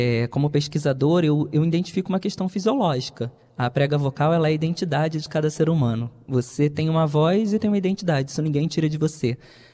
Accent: Rio de Janeiro, Brazil; eu sou da região do Vale do Café, eu estava participando do festival

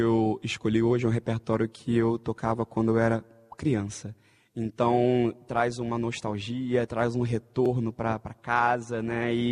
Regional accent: Brazil; also born or lived in Hungary; eu gosto muito de viver minha vida como um bom brasileiro, né, comer meu feijão com arroz e tudo mais.

